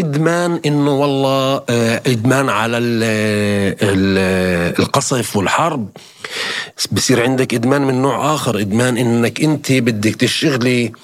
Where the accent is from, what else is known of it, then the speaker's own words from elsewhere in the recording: Palestine; انا كفلسطيني برضو عشت حروب وبرضو تحت الاحتلال